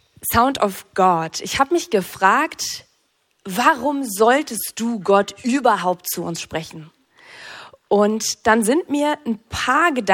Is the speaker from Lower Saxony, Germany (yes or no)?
no; North Rhine-Westphalia, Germany; Ich komme aus NRW.